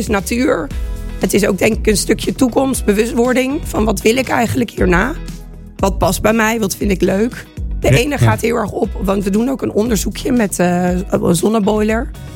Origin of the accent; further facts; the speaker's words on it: Rotterdam, South Holland, Netherlands; moved away as an adult; now in Aarlanderveen, Netherlands; ik ben stadse, ik ben een Rotterdammer, ik ben verhuisd naar Aarlanderveen, een dorp.